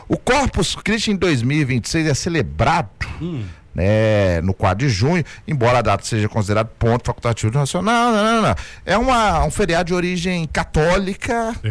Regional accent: Brazil; O dólar estava baixo, mas eu sou brasileiro e não abro.

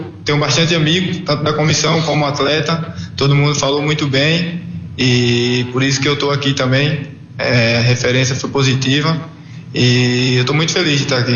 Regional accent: Paraíba, Brazil; moved away as an adult

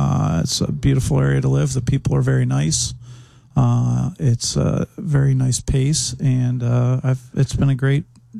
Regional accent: Pittsburgh, Pennsylvania, United States; moved away as an adult; how can you not be a fan growing up in Pittsburgh in the 70s and 80s?

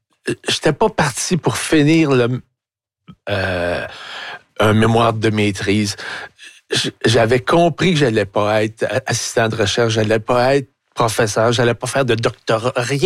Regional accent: Montreal, Quebec, Canada; je viens aussi de là. Mm-hmm. Sauf que je venais d'ailleurs, moi. Je venais du sous-sol de Montréal-Nord où, dès l'enfance, j'achetai

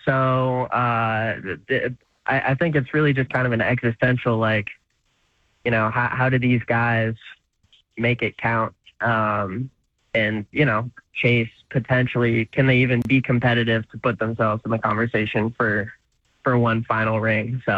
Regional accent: San Rafael, California, United States; moved away as an adult; also born or lived in Denver; I grew up in Marin, San Rafael specifically. So it's very cool to be back. I was in Denver for about a year and a half, I would say.

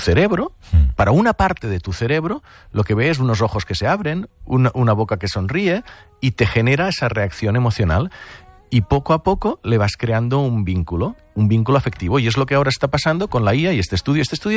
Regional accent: Catalonia, Spain

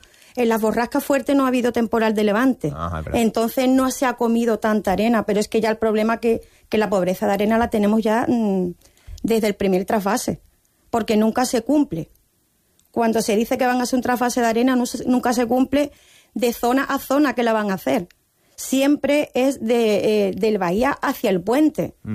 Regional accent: Algeciras, Andalusia, Spain; somos muchos ciudadanos de Algeciras

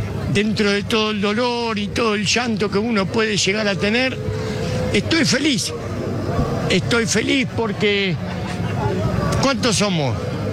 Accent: Remedios de Escalada, Buenos Aires Province, Argentina; now in Moreno, Argentina; Soy nacido y criado en Remedio de Escalada. Actualmente vivo en Moreno.

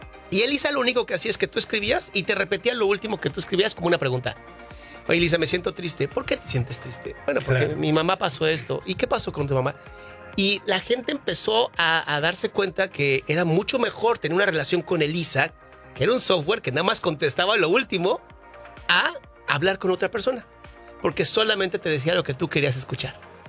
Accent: Mexico; born there; yo sí soy mexicano porque nací en México, pero mis papás son argentinos.

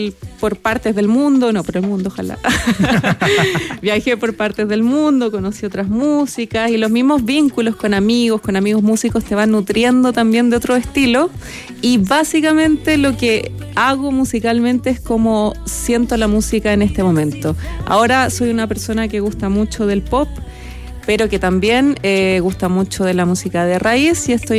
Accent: San Bernardo, Santiago Metropolitan Region, Chile; Estuve en conjuntos folclóricos porque soy de San Bernardo. Entonces estuve en varios conjuntos folclóricos y después, de hecho, tuve un grupo de cuecas.

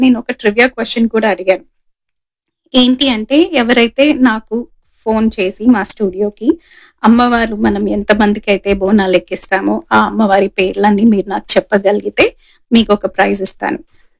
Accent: Secunderabad, Telangana, India; personally నేను సికింద్రాబాద్ అమ్మాయిని

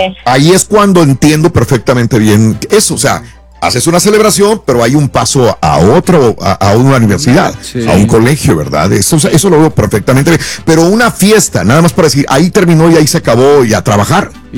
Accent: Mexico; somos mexicanos.

